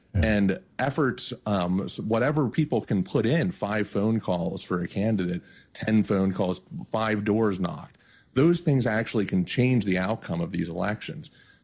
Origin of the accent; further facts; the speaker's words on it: Wheeling, West Virginia, United States; moved away; in my hometown of Wheeling, which is not where I am right now, but it's still very much close to my heart